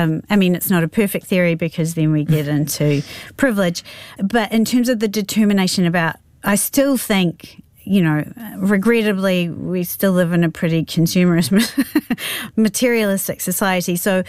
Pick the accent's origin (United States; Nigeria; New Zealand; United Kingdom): New Zealand; who you are as a New Zealander